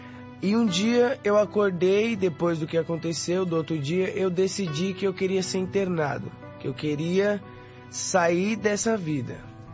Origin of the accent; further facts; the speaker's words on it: São Bernardo do Campo, São Paulo, Brazil; sou de São Bernardo do Campo